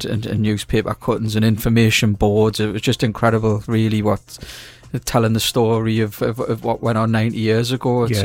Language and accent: English; Jarrow, North East England, United Kingdom; I was born in Jarrah. I class myself as a Jarrah lad.